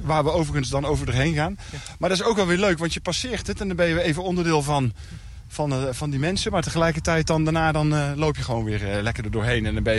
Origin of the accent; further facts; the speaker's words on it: North Brabant, Netherlands; We komen uit Brabant.